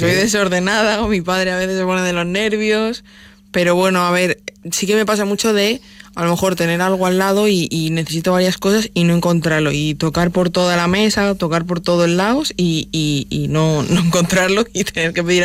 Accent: Mallorca, Balearic Islands, Spain; siendo una mallorquina

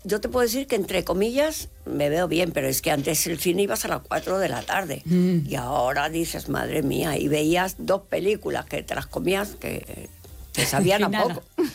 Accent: Madrid, Community of Madrid, Spain; Sí, yo no tengo pueblo, soy de Madrid capital, entonces no, siempre

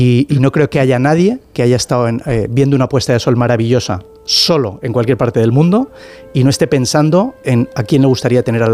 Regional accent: Bilbao, Basque Country, Spain; yo siempre desde niño, bueno, familia trabajadora, de estos que yo hago la broma, yo soy de Bilbao

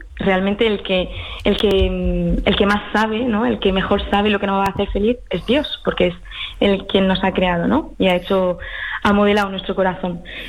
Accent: Paris, Île-de-France, France; moved away as an adult; soy francesa, mi padre es francés, mi madre española, murciana, y yo nací en París y viví allí hasta los 22 años, hasta que entré al convento.

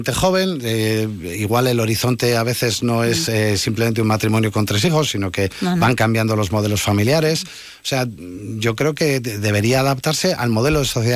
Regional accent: Navarre, Spain; como todos nosotros, como toda Navarra, somos mayores

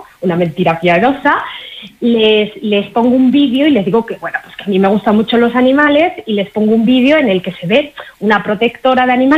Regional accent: Burgos, Castile and León, Spain; Pues precisamente yo soy de Burgos, pero al final he acabado muy enamorada de la montaña palentina.

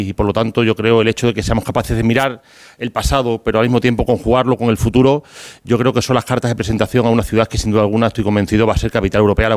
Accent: Cáceres, Extremadura, Spain; Yo creo que somos privilegiados los cacereños

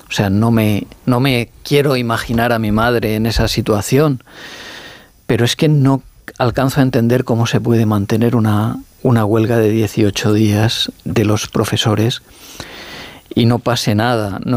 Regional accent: Alicante, Valencian Community, Spain; Y soy alicantino, o sea, valenciano.

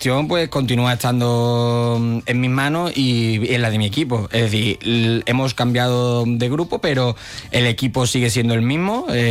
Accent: Huelva, Andalusia, Spain; Seguimos siendo los mismos onubenses, los mismos recreativistas de siempre

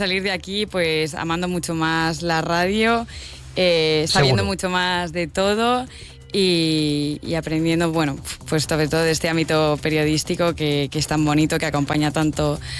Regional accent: Valdestillas, Castile and León, Spain; vengo de estudiar en Salamanca, aquí cerquita, y nada, soy de Valdestillas, de pueblo de aquí de Valladolid

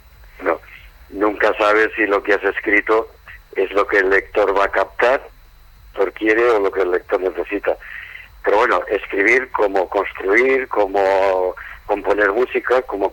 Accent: Soria, Castile and León, Spain; yo nací en Soria, me crié en Soria, estudié en Soria, empecé a trabajar en el Instituto del Borgo Biosma, después en el Instituto Castilla

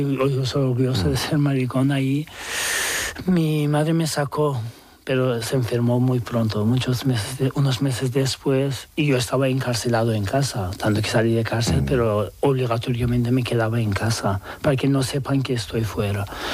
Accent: Turkey; Spanish is a second language; Da igual que seas también turco, porque digo, soy turco y yo podía pasar más fácil que los otros muchos

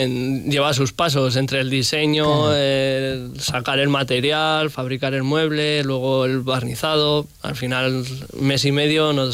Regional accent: Tricio, La Rioja, Spain; Somos de Tricio, además de todas las generaciones, vivimos allá en Tricio y eso

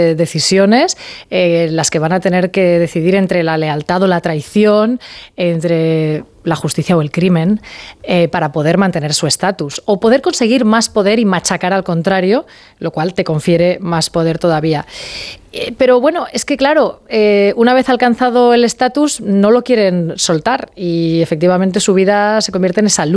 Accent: Sant Feliu de Llobregat, Catalonia, Spain; Yo había estado trabajando en Barcelona hasta aquel momento, porque soy de San Feliu de Llobregat, y en un momento dado me llaman para irme a las mañanas de 4

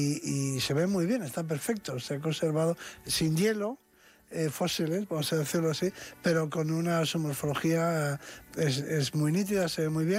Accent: Bilbao, Basque Country, Spain; yo todavía he conocido de niño, en mi casa, en Bilbao, por ejemplo, no había frigoríficos

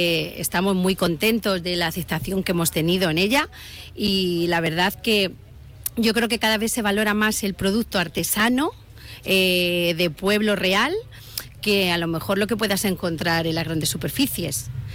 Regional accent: Cuerva, Castilla-La Mancha, Spain; Venimos de Cuerva, de un pueblecito que está al lado de Pulgar, estamos a 30 kilómetros, igual, y somos una empresa familiar.

